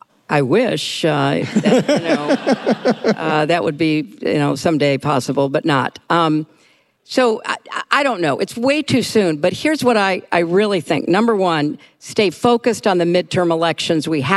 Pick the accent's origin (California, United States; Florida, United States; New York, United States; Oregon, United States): New York, United States; But I'm not a Mainer. I'm a New Yorker.